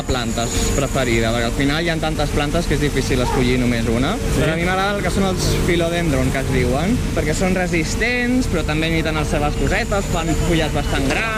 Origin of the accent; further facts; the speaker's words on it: Argentona, Catalonia, Spain; now in Barcelona, Spain; jo sóc de poble